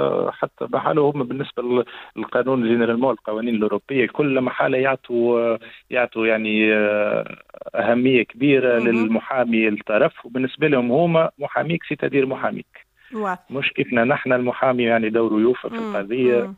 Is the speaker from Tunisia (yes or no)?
yes; Tunisia; اللي عندنا في تونس